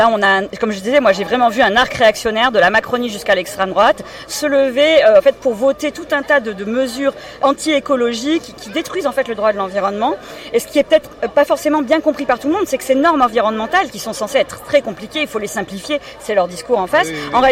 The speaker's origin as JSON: {"language": "French", "town": "Toulouse", "region": "Occitanie", "country": "France", "said": "Hein, je viens de Toulouse où on s'est largement battu et on continuera à se battre d'ailleurs contre l'autoroute A69"}